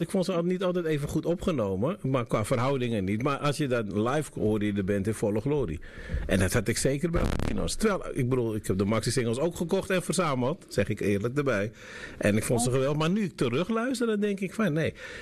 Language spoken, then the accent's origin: Dutch; Amsterdam, North Holland, Netherlands; Geboren en getogen in Amsterdam, ja.